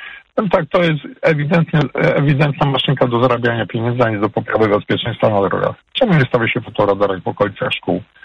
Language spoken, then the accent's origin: Polish; Kraków, Lesser Poland, Poland; Tutaj jest taka historia lokalnie, jestem z Krakowa.